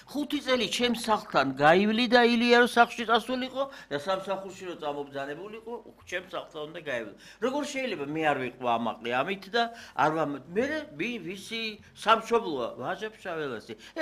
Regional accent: Dusheti, Mtskheta-Mtianeti, Georgia; ჩემი ბავშვობა დუშეთში, რა თქმა უნდა, დავიბადე ჩემს სახლში

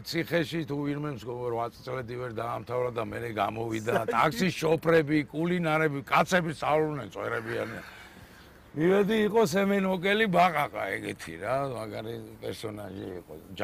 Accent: Tbilisi, Georgia; born there

